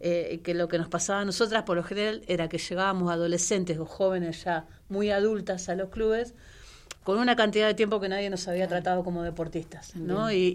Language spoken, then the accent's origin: Spanish; Argentina